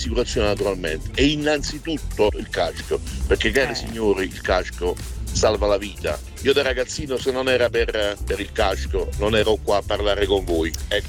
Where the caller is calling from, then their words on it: Telese Terme, Campania, Italy; da Telese Terme